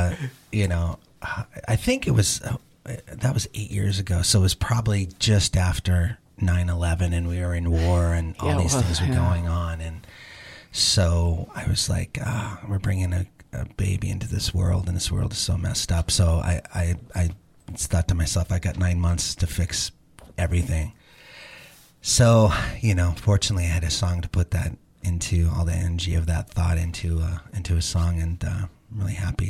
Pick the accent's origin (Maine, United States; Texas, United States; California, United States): Maine, United States; growing up in Maine